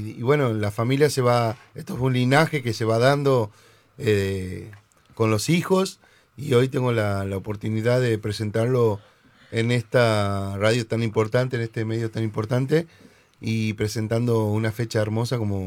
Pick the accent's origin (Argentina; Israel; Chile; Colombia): Argentina; Santiago del Estero; moved away as an adult; now in Cosquín, Argentina; somos nosotros Santiago del Estero y vivimos en Cosquín.